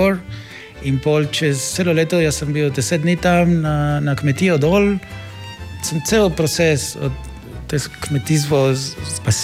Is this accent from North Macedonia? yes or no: no; Buenos Aires, Argentina; Slovenian is a second language; now in Slovenia; I just say Buenos Aires